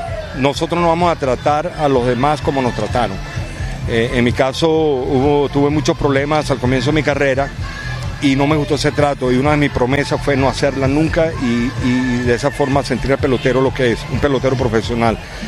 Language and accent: Spanish; Ciudad Bolívar, Bolívar, Venezuela; El pescado típico de mi pueblo, Ciudad Bolívar.